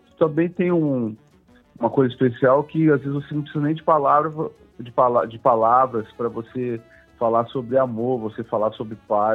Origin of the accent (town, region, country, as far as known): Brazil